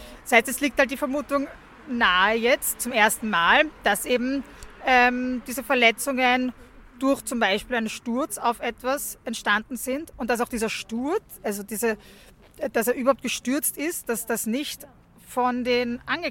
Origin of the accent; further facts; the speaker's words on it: Austria; dass das Delikt des Raubes so hoch mit so einer hohen Strafdrohung bei uns in Österreich vorgesehen ist